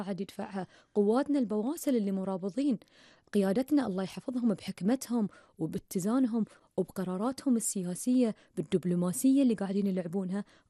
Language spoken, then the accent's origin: Arabic; Bahrain; إحنا كلنا معتزين بأن إحنا بحرينيين، بأن إحنا خليجيين. أعتز بسوي في سلوكي الأشياء اللي تعكس أن أنا بحرينية